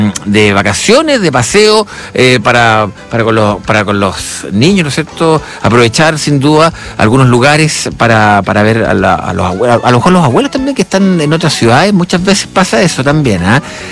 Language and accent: Spanish; Chile; Somos chilenos